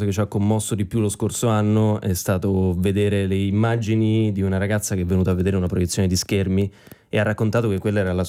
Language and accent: Italian; Foggia, Apulia, Italy; born there; un quartiere preciso di Foggia, che è un quartiere che conosco molto bene, che è Rione Martucci. E molto vicino a dove sono nato io sono foggiano